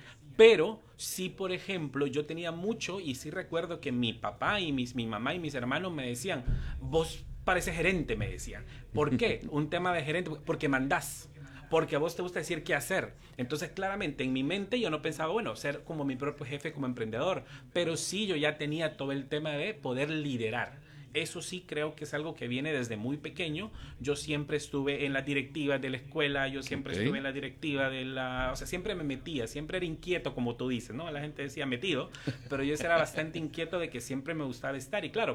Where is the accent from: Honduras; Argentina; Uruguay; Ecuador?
Honduras; Tegucigalpa, Francisco Morazán; also born or lived in United States; crecí en Tegucigalpa, aquí estudié. Bueno, tuve algo interesante, que mi mamá persiguió el sueño americano cuando yo tenía 5 años.